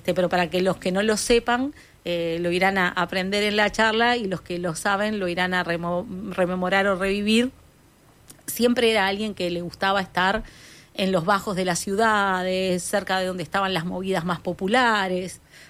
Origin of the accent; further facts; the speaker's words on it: Uruguay; Entonces, Federico también nos interpela como uruguayos